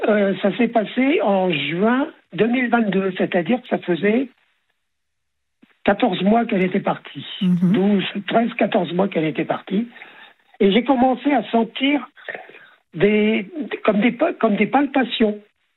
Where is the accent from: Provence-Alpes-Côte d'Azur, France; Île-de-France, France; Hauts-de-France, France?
Hauts-de-France, France; Amiens; also born or lived in Villers-Bretonneux; Je suis né à Villers-Bretonneux. J'ai vécu à Villers-Bretonneux jusqu'en 1949. Je suis né en 42. En décembre 42, je suis né chez 49. On a quitté Villers-Bretonneux. On est allé habiter à Amiens.